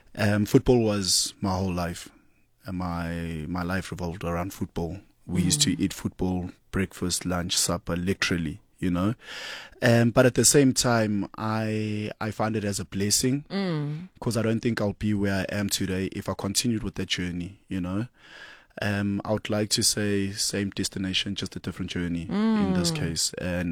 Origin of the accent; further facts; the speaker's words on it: Saudi Arabia; now in Reunion; but girl, we come from the Saudi, man.